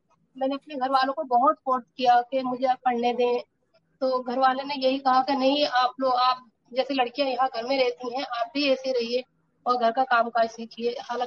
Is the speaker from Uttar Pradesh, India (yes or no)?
yes; Rampur, Uttar Pradesh, India; और मैं रामपुर शहर के छोटे से मोहल्ले कलगत के रहने वाली हूँ।